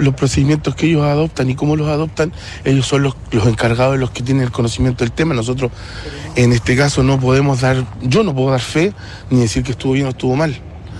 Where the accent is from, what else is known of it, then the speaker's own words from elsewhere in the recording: Santiago, Santiago Metropolitan Region, Chile; moved away; nosotros somos todos de Santiago.